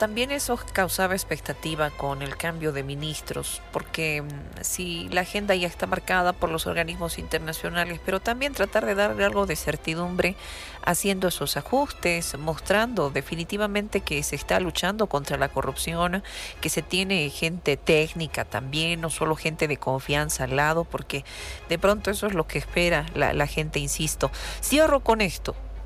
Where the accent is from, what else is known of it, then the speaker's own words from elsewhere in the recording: Bolivia; ¿qué nos está uniendo hoy como bolivianos y qué nos divide?